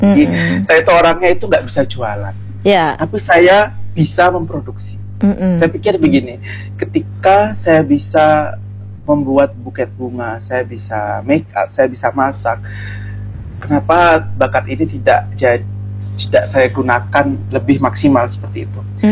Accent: Surabaya, East Java, Indonesia; Tapi saya dari Surabaya, saya kenal nih.

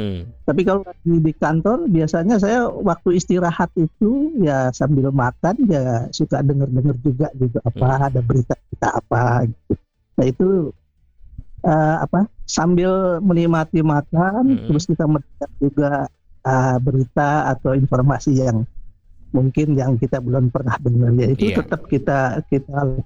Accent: Bandung, West Java, Indonesia; born there; now in Jakarta, Indonesia; waktu kecil di Bandung itu ya mulai umur 5 tahun saya udah dengar Radio Republik Indonesia.

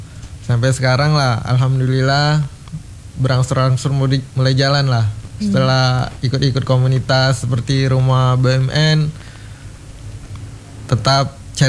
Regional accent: Bengkulu, Indonesia; moved away; Awalnya kami dari Bengkulu merantau ke sini kan. Merantau, awal nyampe ke sini memang rencana awalnya untuk jualan

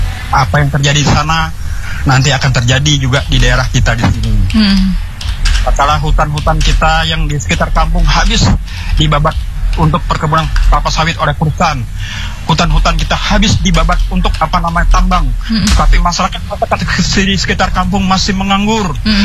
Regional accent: Kalimantan, Indonesia; makanya saya juga kami juga orang Dayak ini, orang lokal ini kan punya kearifan lokal.

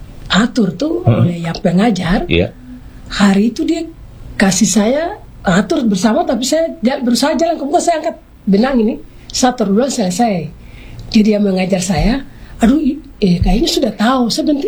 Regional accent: Southwest Papua, Indonesia; Jadi dulu kami Mebrat itu, ada kain yang ada alam sudah siapkan untuk kami punya nenek.

